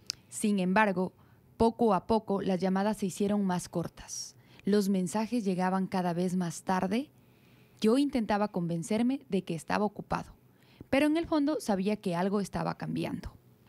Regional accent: Ecuador; Yo soy ecuatoriana.

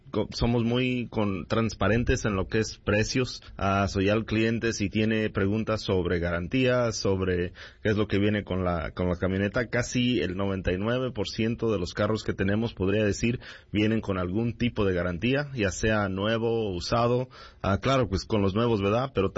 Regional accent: Lamont, California, United States; also born or lived in Bakersfield; Soy nacido aquí en Bakersfield, creado allá por la área de Lamont, Lamont, California.

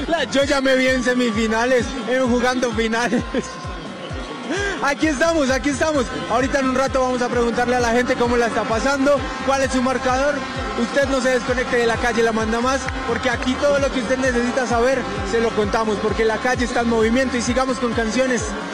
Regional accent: Colombia; yo sé que somos colombianos. Todos los que estamos acá, si no me equivoco, la mayoría somos colombianos

